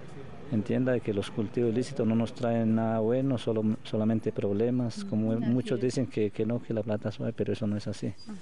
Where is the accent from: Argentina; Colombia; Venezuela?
Colombia; Vereda del Carrizal; soy de la Vereda del Carrizal